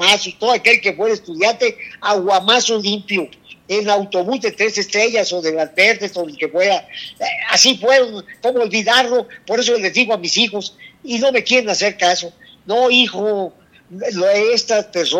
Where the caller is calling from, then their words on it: Mexico; lo pido como buen mexicano